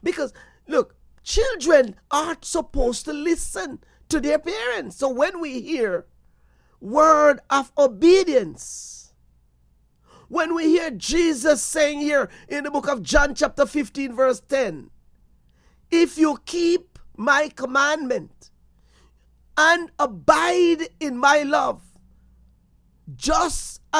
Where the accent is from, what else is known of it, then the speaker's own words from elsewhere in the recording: Jamaica; And sometimes, look, as a Jamaican, yes, there are days then we as parents growing, when our parents was growing up, and we as children, we would listen to the elders in our community.